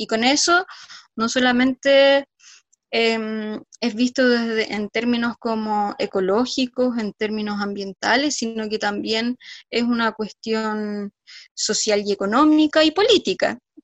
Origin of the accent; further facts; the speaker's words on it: San Felipe, Valparaíso, Chile; San Felipe del Valle de la Aconcagua, de donde yo soy